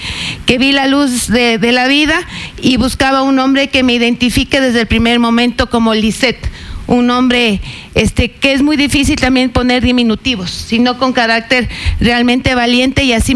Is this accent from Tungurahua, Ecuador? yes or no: yes; Ambato, Tungurahua, Ecuador; Yo estudié en la Universidad Católica del Ecuador, en la sede Ambato